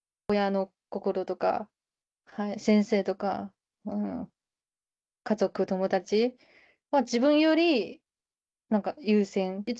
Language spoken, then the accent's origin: Japanese; Zhejiang, China; Japanese is a second language; moved away as an adult; now in Japan; 今年は27歳になります。出身は中国の浙江省です。上海の隣の、上海は東京なら、うちはなんか千葉、横浜みたいな。